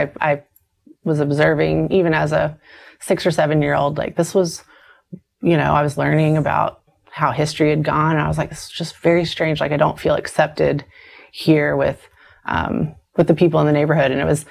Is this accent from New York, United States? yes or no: yes; New York, United States; born there; now in Steubenville, Ohio, United States; I was born in Manhattan, New York.